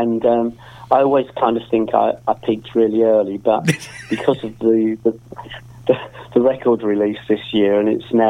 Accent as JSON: {"language": "English", "region": "London", "country": "United Kingdom", "tie": "born there", "said": "it's where I was born in Kensington"}